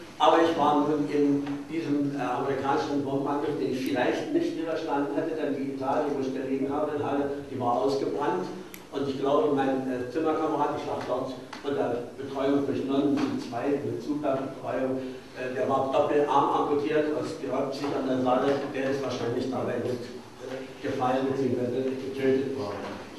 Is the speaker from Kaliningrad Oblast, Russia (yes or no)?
yes; Königsberg, Kaliningrad Oblast, Russia; moved away; Ich habe 1943 in Königsberg, meiner Heimatstadt, das Abitur gemacht, war auch noch an der Albertina-Universität meiner Stadt eingeschrieben